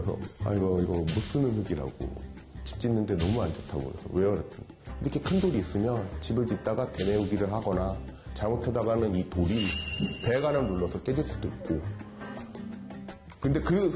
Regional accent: Anseong, Gyeonggi Province, South Korea; moved away; 제 고향이 안성이라서

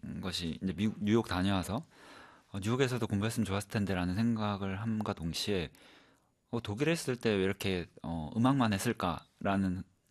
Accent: Chuncheon, Gangwon, South Korea; 저는 강원도 춘천 사람인데요.

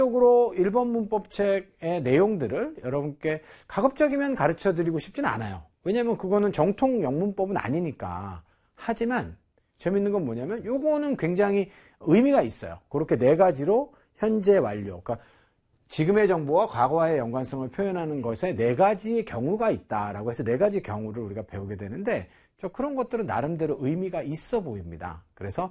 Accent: South Korea; 저는 이제 한국인이에요.

